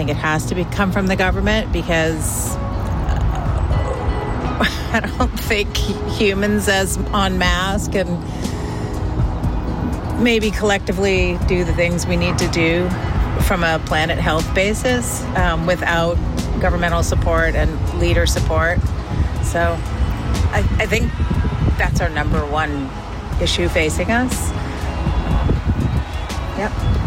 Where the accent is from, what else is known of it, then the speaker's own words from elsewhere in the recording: Hopkinton, New Hampshire, United States; I'm from Hopkinton, New Hampshire.